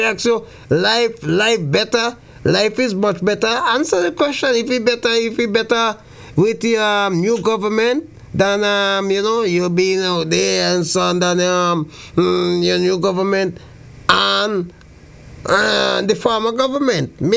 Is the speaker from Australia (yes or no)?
no; St. Vincent & Grenadines; born or raised there; moved away